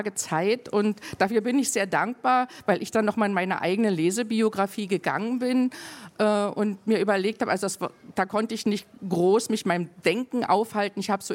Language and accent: German; Cottbus, Brandenburg, Germany; Nun bin ich aus Cottbus, nicht weit von Hoyerswerda.